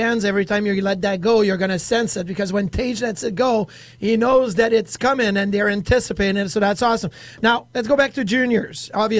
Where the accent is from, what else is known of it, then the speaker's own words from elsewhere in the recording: Quebec City, Quebec, Canada; in my hometown of Quebec City?